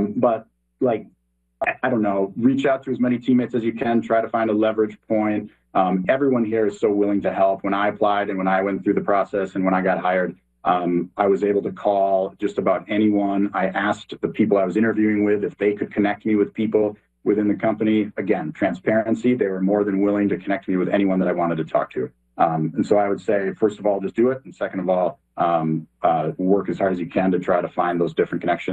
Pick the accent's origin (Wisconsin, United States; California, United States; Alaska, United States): Wisconsin, United States; Stoughton; I'm from Stoughton, and so I was able to speak like the quote-unquote Stoughton language